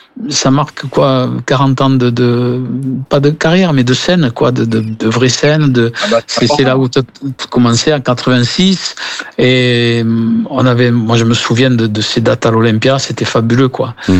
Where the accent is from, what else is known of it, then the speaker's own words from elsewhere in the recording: Cahors, Occitanie, France; moved away as an adult; now in Bassin d'Arcachon, France; J'étais dans le Lot, puisque ma région natale. C'est ma ville natale, c'est Cahors, dans le Lot. Et j'ai toujours vécu à Cahors